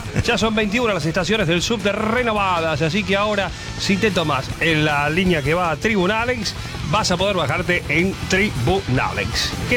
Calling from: Morón, Buenos Aires Province, Argentina

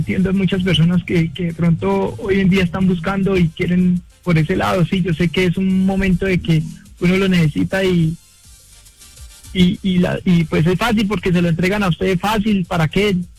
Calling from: Bogotá, Colombia; yo vivo en Bogotá, Fontibón.

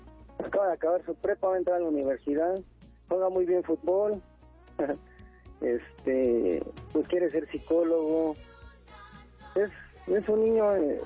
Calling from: Cuautitlán, State of Mexico, Mexico; Desde aquí, desde Cuautitlán.

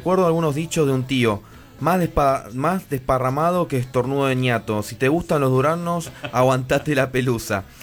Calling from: Corrientes, Argentina; de Corrientes Capital.

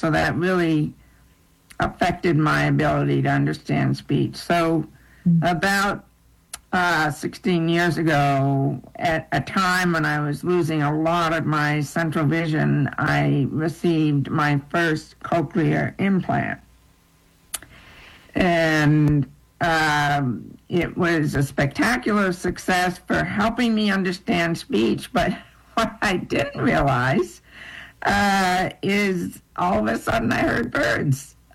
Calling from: Vermont, United States; A place called the Northeast Kingdom, about 20 miles south of the Canadian border.

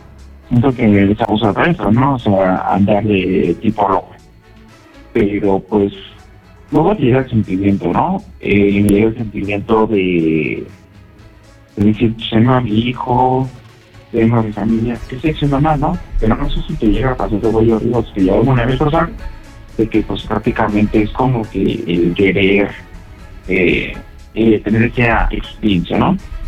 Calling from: Coahuila, Mexico; tengo lo que son 30 años y soy de aquí de Coahuila.

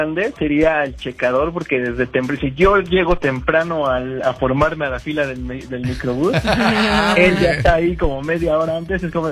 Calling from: Amecameca, State of Mexico, Mexico; vivo casi por Amecameca.

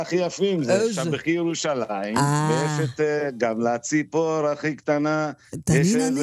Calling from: Gedera, Central District, Israel; ישראלי מגדרה.

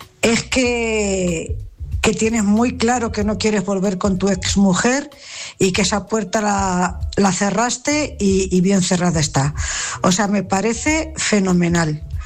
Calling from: Cuenca, Castilla-La Mancha, Spain; corresponsal de Cuenca.

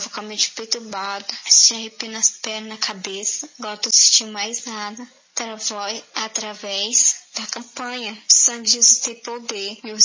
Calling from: Francisco Morato, São Paulo, Brazil; sou de Francisco Murato.

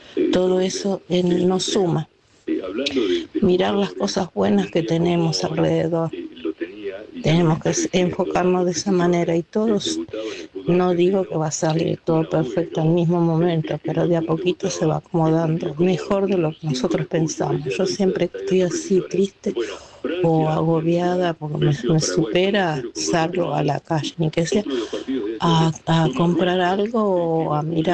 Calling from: Moreno, Buenos Aires Province, Argentina; de Moreno.

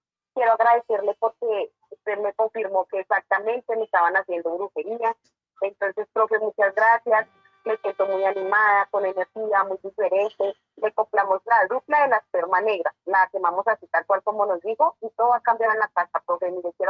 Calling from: Pacho, Cundinamarca, Colombia; Desde Pacho, Cundinamarca

